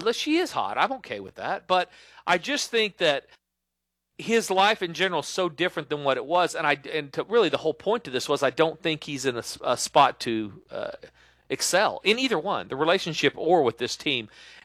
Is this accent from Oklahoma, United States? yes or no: yes; Oklahoma, United States; Honestly, they just know I'm from Oklahoma.